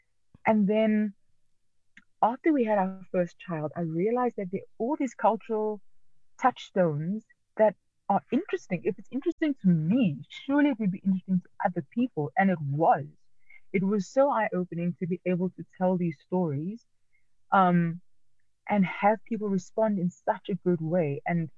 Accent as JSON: {"language": "English", "town": "Mitchell's Plain", "region": "Western Cape", "country": "South Africa", "tie": "born or raised there", "said": "I come from the Cape Flats. I come from Sandfontein, which is part of Mitchell's Plain, growing up in the 80s, shielded from a lot of stuff actually by my parents."}